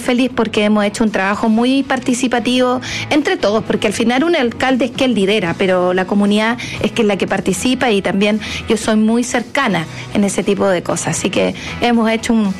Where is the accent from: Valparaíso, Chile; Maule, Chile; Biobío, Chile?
Maule, Chile; Rauco; Yo nací y criada en el sector de Tricao. Entonces, sí. Entonces, es como a 10 kilómetros desde Rauco.